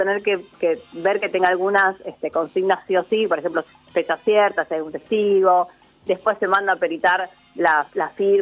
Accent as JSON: {"language": "Spanish", "town": "Caseros", "region": "Buenos Aires Province", "country": "Argentina", "said": "Soy de Caseros yo también, así que vecino mío."}